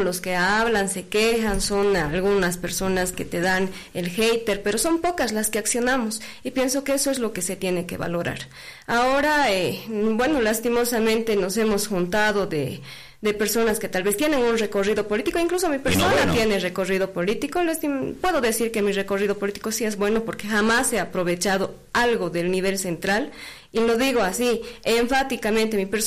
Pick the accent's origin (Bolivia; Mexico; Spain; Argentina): Bolivia; nos hacen quedar en mal como bolivianos.